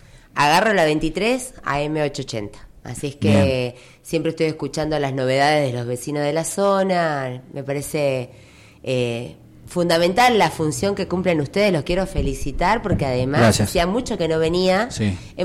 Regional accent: Allen, Río Negro, Argentina; yo soy de Allen, del Alto Valle, nosotros allá vivimos una crisis importante con el tema de la fruticultura

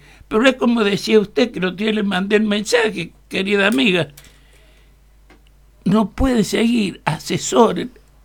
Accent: Argentina

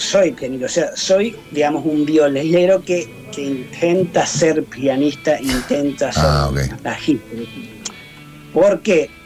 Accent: Argentina; also born or lived in Brazil; Sí, medio argentino, medio brasileño.

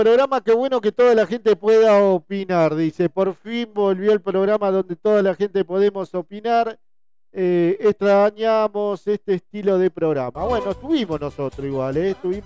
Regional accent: Strobel, Entre Ríos, Argentina; Porque la gente que somos de Strobel somos gente laburadora, gente que toda la vida vivía en paz.

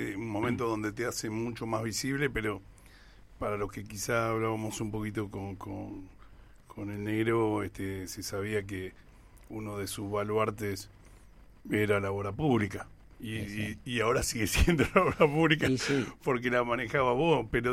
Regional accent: Berazategui, Buenos Aires Province, Argentina; born there; a mí me hicieron de Berazategui de grande. En sí, yo siempre fui de Berazategui, nací en Villa Mitre

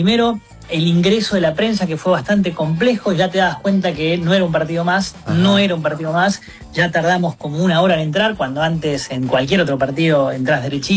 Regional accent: Argentina

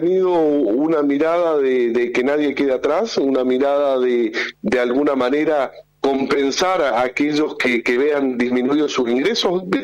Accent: El Bolsón, Río Negro, Argentina; born there; Yo soy un enamorado del Bolsón, tercera generación

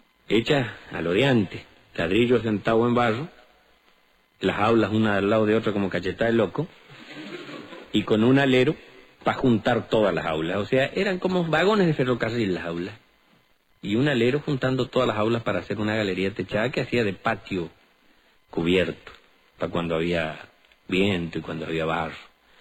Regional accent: Chaco, Argentina; born there; El resto de los … nacimos por acá. Yo nací en el Chaco.

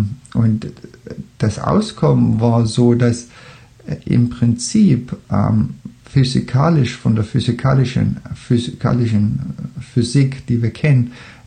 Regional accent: Germany; now in Australia; dass ich komme aus Deutschland, lebe aber in Australien. Und ich lebe jetzt schon länger in Australien, als ich in Deutschland gelebt habe.

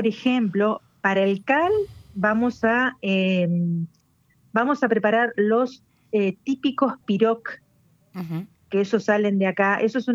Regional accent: Valle María, Entre Ríos, Argentina; moved away as an adult; yo hace 31 años que vivo acá y yo, digamos, no cuando yo soy oriunda de Valle María. Yo cuando vivía en Valle María

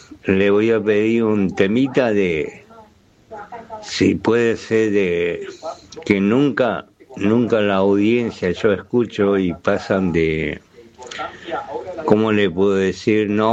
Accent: El Caburé, Santiago del Estero, Argentina; moved away; mi pueblo El Caburé, departamento Copo, Los Pirpintos, Pampa, Los Guanacos, que no se nombra mucho para allá.

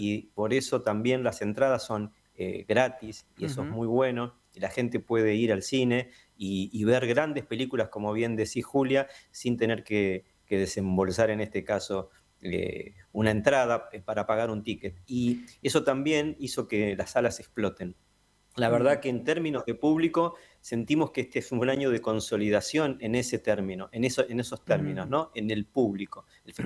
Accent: Argentina

